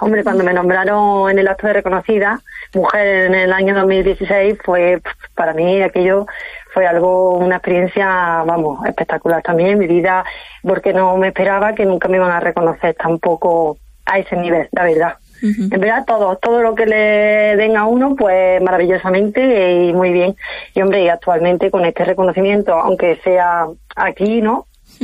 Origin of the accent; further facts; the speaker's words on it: Antequera, Andalusia, Spain; ya me vine aquí a mi tierra, aquí a Antequera.